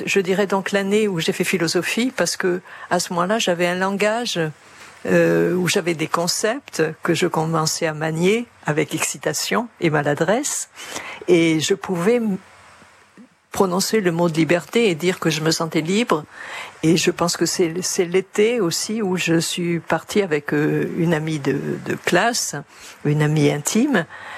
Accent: Arcachon, Nouvelle-Aquitaine, France; j'ai l'impression d'avoir grandi constamment dans l'été, dans la mesure où j'ai grandi à Arcachon. Donc la plage était le prolongement de mon existence.

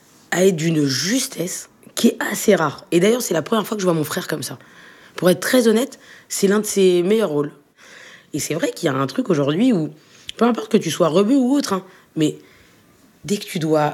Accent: France; Je pense qu'on est français et on est algérien et c'est une force et c'est une richesse

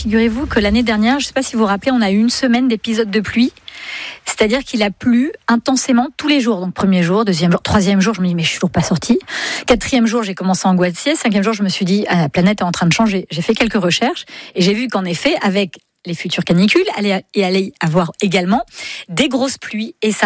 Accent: Île-de-France, France; Je suis francilienne

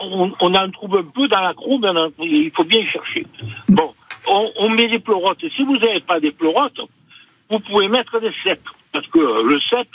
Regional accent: Parma, Emilia-Romagna, Italy; now in France; Alors j'ai eu l'occasion d'acheter un peu de jambon cru, mais du jambon de Parme, ma région d'origine.

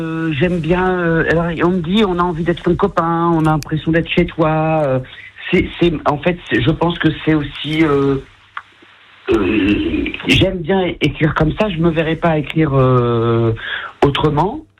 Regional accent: Réunion; moved away; Dans un théâtre en plein air que j'ai vu tous les premiers spectacles de ma vie d'enfant à La Réunion.

